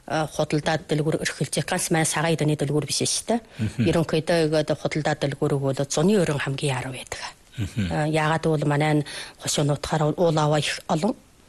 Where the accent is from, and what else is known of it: Inner Mongolia, China